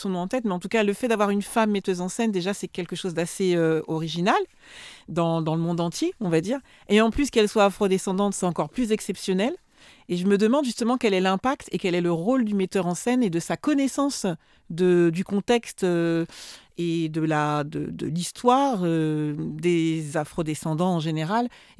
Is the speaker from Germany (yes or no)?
no; French Antilles, France; moi je suis originaire des Antilles françaises.